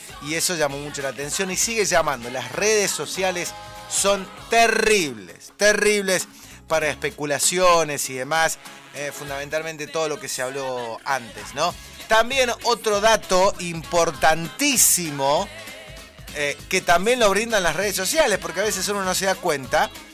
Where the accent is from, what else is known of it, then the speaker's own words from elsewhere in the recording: Argentina; porque somos argentinos